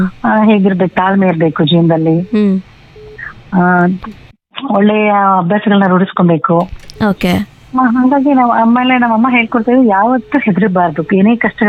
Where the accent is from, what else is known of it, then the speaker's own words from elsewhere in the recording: Shivamogga, Karnataka, India; ನಾನು ಶಿವಮೊಗ್ಗ ಮೂಲತಃ ಆಯೋದವಳು.